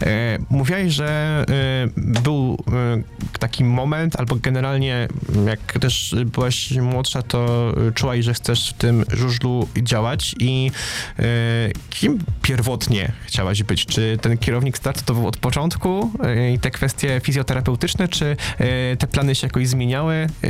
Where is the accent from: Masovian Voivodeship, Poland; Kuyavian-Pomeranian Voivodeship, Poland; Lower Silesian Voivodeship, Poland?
Kuyavian-Pomeranian Voivodeship, Poland; Toruń; U mnie w Toruniu